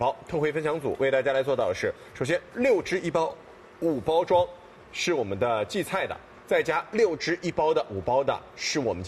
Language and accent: Chinese; Shanghai, China